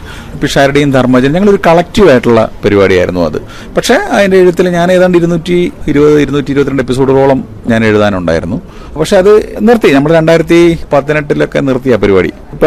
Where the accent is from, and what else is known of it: Varanad, Kerala, India; born or raised there